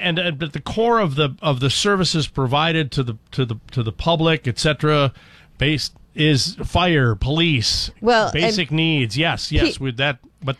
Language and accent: English; San Diego, California, United States; Good morning, gang. I grew up in San Diego. If we lived within a mile of the school, you walked.